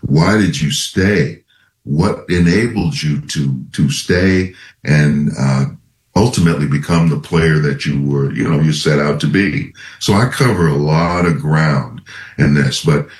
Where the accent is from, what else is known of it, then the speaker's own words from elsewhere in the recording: Minnesota, United States; The Vikings, my hometown, drafted me.